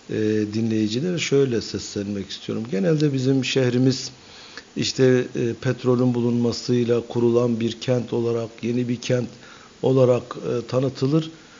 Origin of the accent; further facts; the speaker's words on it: Gercüş, Batman Province, Turkey; Batmanlıyım aslen, Gercüş ilçesinden. Gercüş'e bağlı da köy Kozlu köyü.